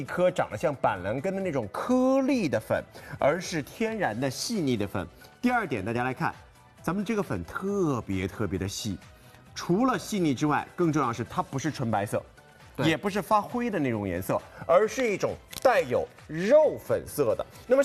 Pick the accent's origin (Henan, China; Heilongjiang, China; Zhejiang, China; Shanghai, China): Zhejiang, China; Hangzhou; 因为我在杭州从小是在宝石山旁边，就是那个钱红处纪念钱红处的那个宝处山